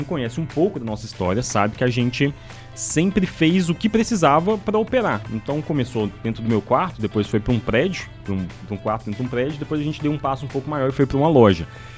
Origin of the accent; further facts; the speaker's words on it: Mateus Leme, Minas Gerais, Brazil; nós somos aqui de Matheus Leme e somos gente da gente.